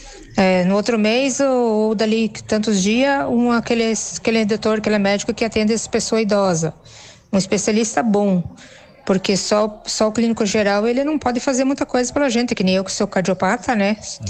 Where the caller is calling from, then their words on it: Joaçaba, Santa Catarina, Brazil; falo aqui de Joaçaba, do Jardim Alvorada.